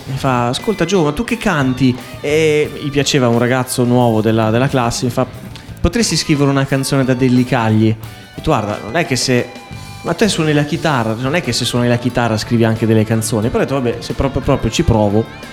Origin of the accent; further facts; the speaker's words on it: Ferrara, Emilia-Romagna, Italy; io sono cresciuto a Ferrara.